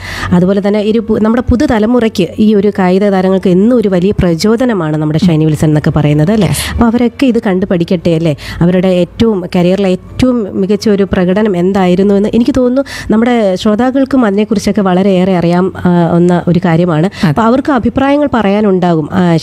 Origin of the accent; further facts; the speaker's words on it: Kerala, India; നമ്മുടെ മലയാളി എന്ന നിലയിൽ